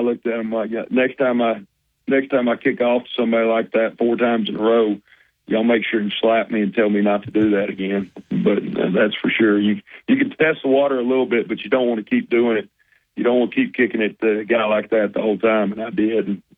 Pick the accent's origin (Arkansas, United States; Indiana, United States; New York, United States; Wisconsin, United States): Arkansas, United States; Conway; Well, I'm originally from Conway, and me and Clint were in the same class together up there.